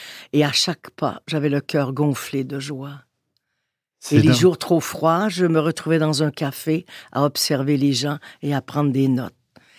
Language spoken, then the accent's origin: French; Quebec City, Quebec, Canada; Je suis originaire de Québec, moi.